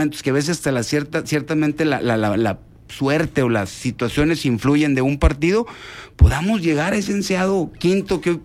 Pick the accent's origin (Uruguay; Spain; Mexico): Mexico